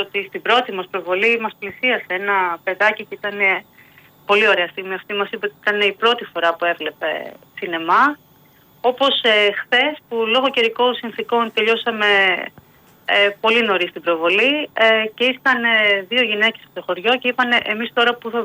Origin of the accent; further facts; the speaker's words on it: Nikaia, Attica, Greece; Πειραιά, Νίκαια συγκεκριμένα, από εκεί που γεννήθηκα και μεγάλωσα εγώ.